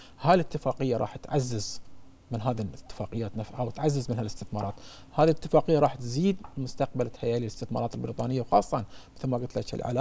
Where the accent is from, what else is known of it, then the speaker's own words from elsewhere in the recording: Bahrain; عندنا في البحرين